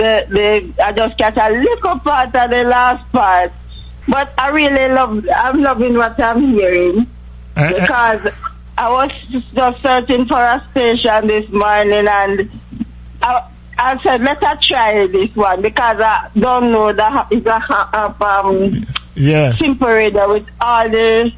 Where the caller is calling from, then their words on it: Jamaica; I'm calling from Jamaica.